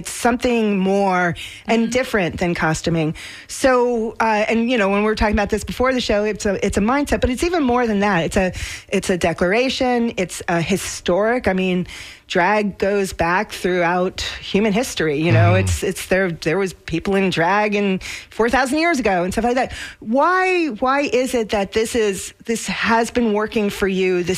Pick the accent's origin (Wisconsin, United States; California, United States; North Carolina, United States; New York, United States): New York, United States; New York City; We grew up in New York.